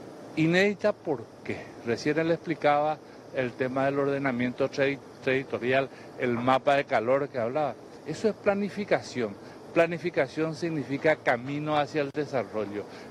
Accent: Paraguay

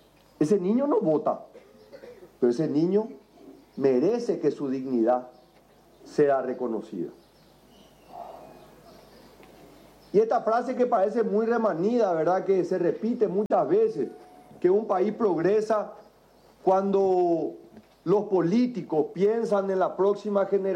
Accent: Paraguay; nosotros como paraguayos estamos reivindicando.

